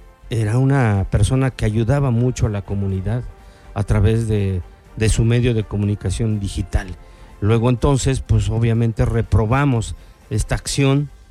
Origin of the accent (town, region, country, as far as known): Mexico